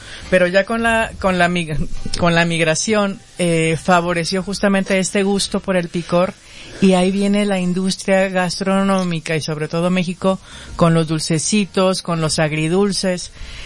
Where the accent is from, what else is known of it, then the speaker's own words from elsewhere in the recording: Chile; y porque también cada producto nos representa como chilenos.